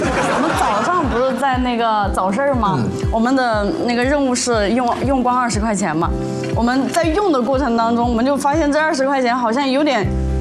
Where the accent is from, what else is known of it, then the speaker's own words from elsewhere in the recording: Yunnan, China; moved away as an adult; 因为我们云南那边的话，常年气温就是20来度。